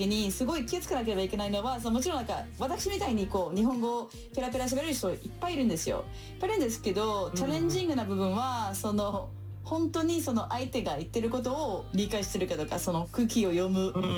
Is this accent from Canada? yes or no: no; Provence-Alpes-Côte d'Azur, France; Japanese is a second language; moved away as an adult; now in Tokyo, Japan; フランス人です。フランスの、南プロヴァンス出身です。で、日本に来たのは20年前です。